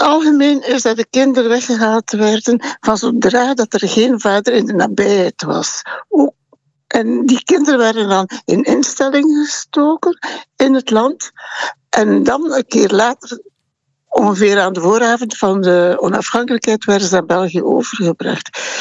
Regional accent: Rwanda; Nee, maar ik ben een métis uit Rwanda.

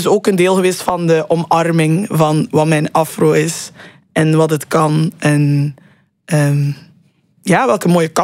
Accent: Roeselare, Flanders, Belgium; Allee, ik kom ook van Roeselaar, dus heb daar geen grote concertzaal of zo.

